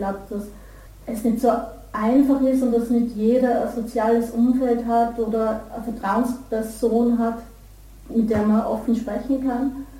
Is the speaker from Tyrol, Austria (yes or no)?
yes; Tyrol, Austria; Weil es ein sehr stigmatisiertes Klima ist bei uns in Tirol und sicher nicht nur bei uns, sondern allgemein.